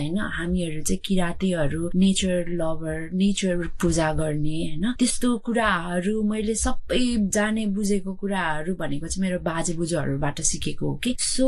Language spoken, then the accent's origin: Nepali; Dharan, Koshi Province, Nepal; moved away as an adult; now in Hong Kong; म चाहिँ नेपालमा जन्मेको हुर्केको चाहिँ मेरो धरान मेरो पुर्ख्यौली घर चाहिँ भनेको भोजपुर, अनि माइग्रेसन हुँदै हुँदै आएको, अनि अहिले चाहिँ म हङकङमा छु